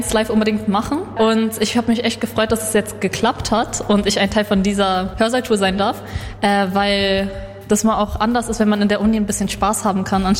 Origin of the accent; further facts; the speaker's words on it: Berlin, Germany